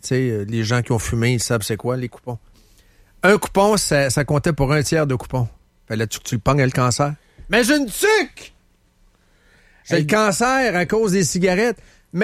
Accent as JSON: {"language": "French", "town": "Trois-Rivières", "region": "Quebec", "country": "Canada", "tie": "born there", "said": "Moi, je suis né à Trois-Rivières."}